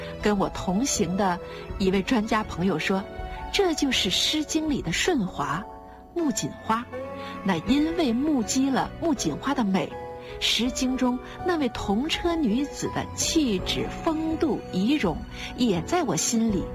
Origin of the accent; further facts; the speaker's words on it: northern China, China; 我是北方人